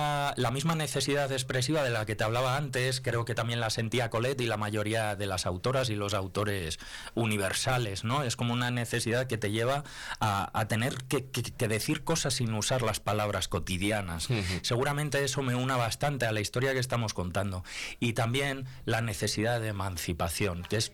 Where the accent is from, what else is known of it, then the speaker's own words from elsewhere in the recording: Palencia, Castile and León, Spain; moved away; yo soy de aquí, soy muy palentino, me encanta venir siempre que puedo, cada vez que puedo escaparme, ojalá pudiera más, llevo Palencia en la boca a todos los sitios donde voy